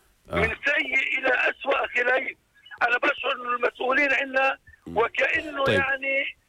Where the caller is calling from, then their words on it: Jordan; انا كمواطن اردني بالعاميه مقرمز على رجلي